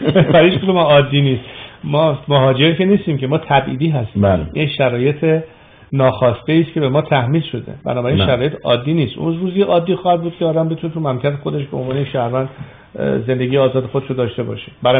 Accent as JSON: {"language": "Persian", "country": "Iran", "moved": "yes", "said": "به عنوان یک ایرانی"}